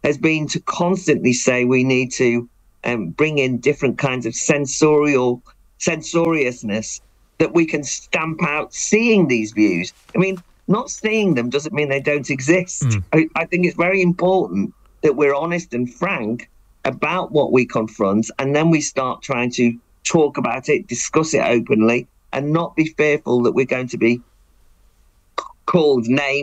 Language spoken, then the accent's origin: English; United Kingdom; I mean, I do think that what we used to have was a sense that, well, we're all British and we can disagree.